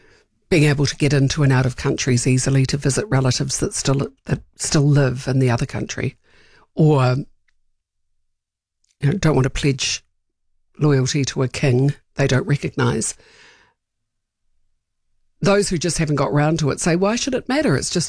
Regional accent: New Zealand; I'm a Kiwi.

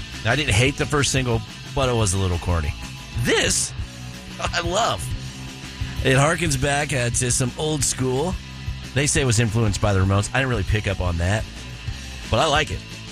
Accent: Columbus, Ohio, United States; now in Phoenix, United States; My first hometown for the first half of my life was Columbus, Ohio, the home

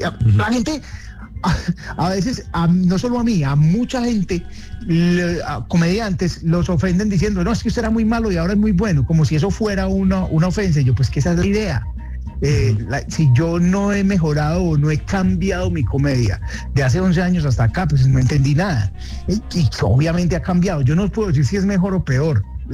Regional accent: Colombia; no somos los paisas, los colombianos

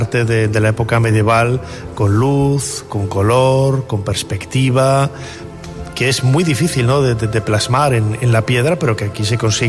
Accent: Valladolid, Castile and León, Spain; Crecí en Valladolid, lo conozco muy bien.

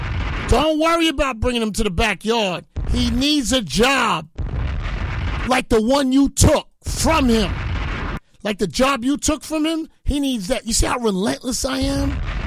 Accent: Jamaica; I'm Jamaican.

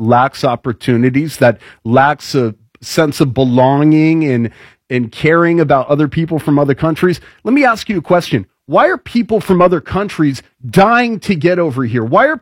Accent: California, United States; I grew up in a very diverse culture, Southern California, and half of our school was Spanish speaking, right?

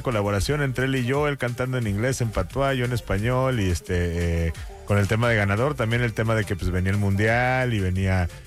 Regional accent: Tijuana, Baja California, Mexico; los dos somos de Tijuana y traemos los vibes de Tijuana

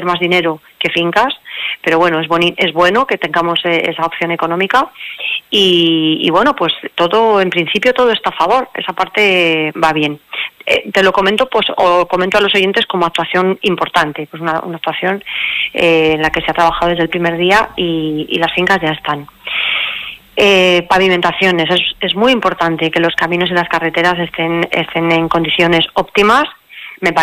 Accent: Spain; yo, que soy de San Vicente, no conocía esta realidad?

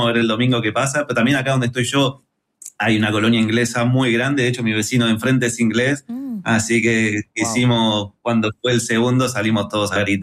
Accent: Argentina; now in Málaga, Spain; como argentinos vivimos el fútbol

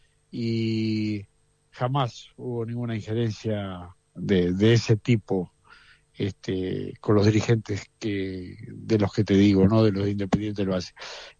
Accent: Argentina; Así que como argentino feliz de que venga un argentino a dirigir con la trayectoria de Gallardo

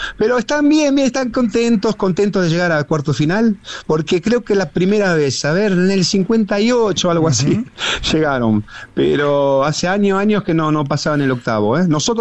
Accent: France; Crecí en Francia, arranqué jugando en Francia, en Mulhouse, Strasbourg, y después, como me casé con una suiza, tenía la posibilidad de jugar en la selección suiza.

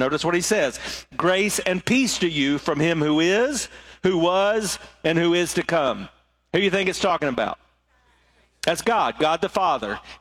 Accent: the South, United States; I grew up in the South

